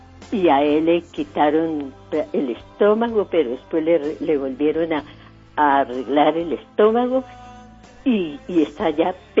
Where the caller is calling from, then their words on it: Bogotá, Colombia; Yo estoy aquí en Bogotá, en Gran Granada.